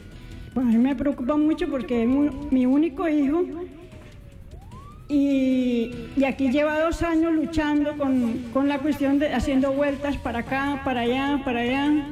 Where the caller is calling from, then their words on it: Santa Marta, Magdalena, Colombia; yo no vivo aquí, yo vivo en Santa Marta.